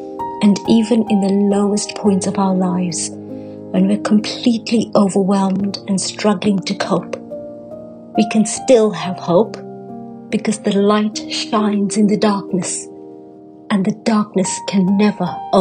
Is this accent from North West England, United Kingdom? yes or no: no; Bromley, London, United Kingdom; from Bromley.